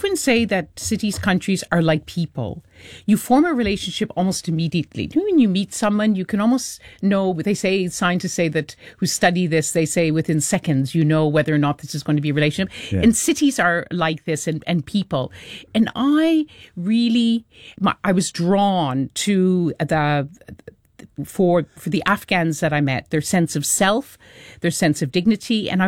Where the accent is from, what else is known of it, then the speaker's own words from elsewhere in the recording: Canada; moved away as an adult; now in London, United Kingdom; In Canada, we have many, many more First Nations, but there's a lot that we have our Canadian. I'm talking about being Canadian, but of course I work for the BBC and for a very, very long time, and I live in London, England.